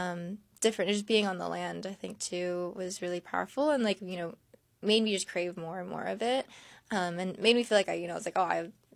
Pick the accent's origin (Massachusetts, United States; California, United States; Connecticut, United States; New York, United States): California, United States; Santa Clarita; I grew up in Santa Clarita, California. It's okay. Like just north of LA.